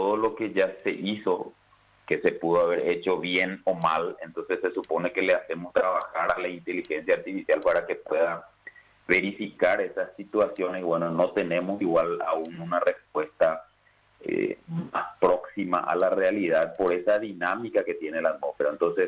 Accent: Paraguay; paraguayos somos muy particulares.

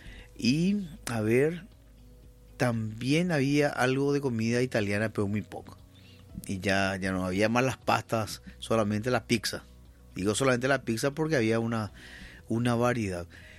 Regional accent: Paraguay

